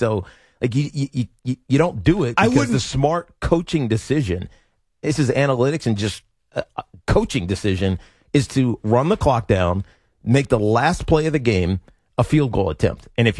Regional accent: Roanoke, Virginia, United States; moved away; That's my hometown, Roanoke, Virginia.

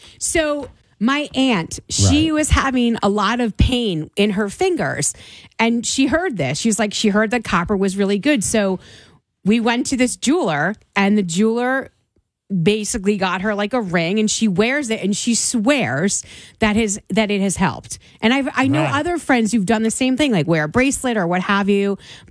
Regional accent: New Jersey, United States; I'm Italian, and I grew up in New Jersey.

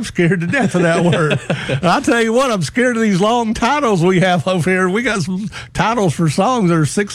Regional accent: the South, United States; Well, you know, I was born and raised here in the South.

